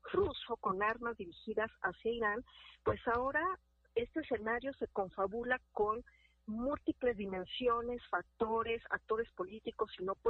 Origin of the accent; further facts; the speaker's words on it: Mexico; somos los mexicanos